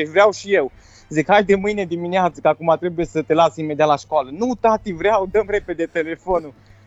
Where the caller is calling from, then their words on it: Cluj-Napoca, Cluj County, Romania; suntem din Cluj, Napoca